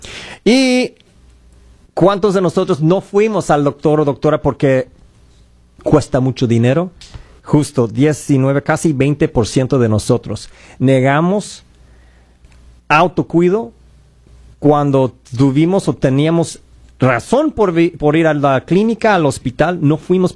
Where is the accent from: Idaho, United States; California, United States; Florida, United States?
Idaho, United States; moved away; yo nací en Idaho, yo me crecí en Idaho, yo sé ese estado muy bien, tengo familia allá.